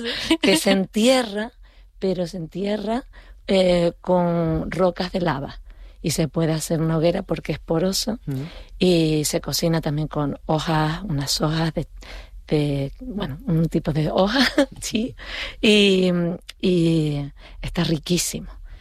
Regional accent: Canary Islands, Spain; moved away; also born or lived in Hawaii; yo soy canaria y hawaiana. No soy una sin la otra.

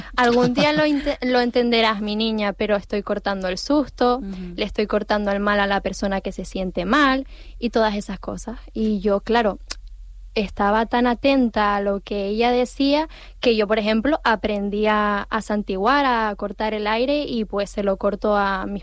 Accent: San Juan de la Rambla, Canary Islands, Spain; ¿de dónde eres? Pues mira, del municipio de San Juan de la Rambla.

